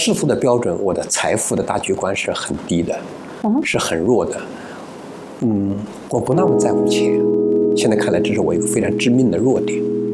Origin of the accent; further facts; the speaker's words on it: Rudong, Jiangsu, China; 我老家呢是江苏南通下面的叫如东县，农业和商业是他们的这种主流。